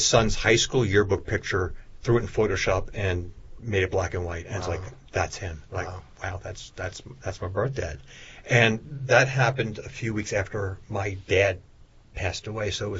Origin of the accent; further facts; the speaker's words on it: Long Island, New York, United States; growing up on Long Island, we used to have so many bookstores that went away.